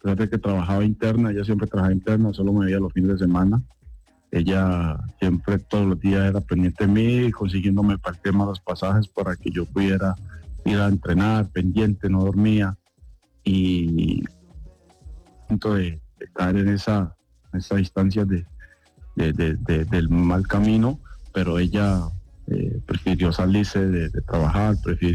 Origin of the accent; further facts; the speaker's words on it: Cali, Valle del Cauca, Colombia; yo vengo de Charco Azul, distrito Agua Blanca, una zona muy, como decimos, todo muy caliente, donde hay pocas posibilidades siempre de salir.